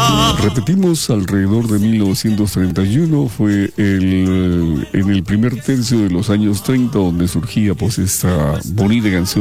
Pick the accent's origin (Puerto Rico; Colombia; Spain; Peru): Peru; para recordarnos que somos peruanos.